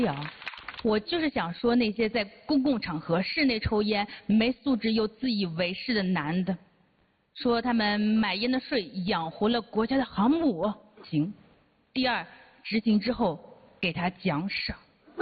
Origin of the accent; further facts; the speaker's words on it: Shanxi, China; 我说我山西的